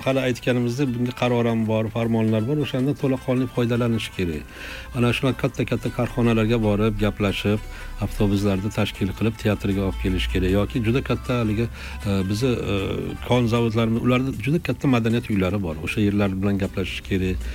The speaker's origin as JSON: {"language": "Uzbek", "town": "Fergana", "region": "Fergana Region", "country": "Uzbekistan", "tie": "born there", "said": "Men hali diqqat bilan eshitgan bo'lsangiz, Farg'ona shahrida tug'ilganman. Shuning uchun kindik qoni to'kilgan joy bu vatan hisoblanadi. Meni vatanim O'zbekiston."}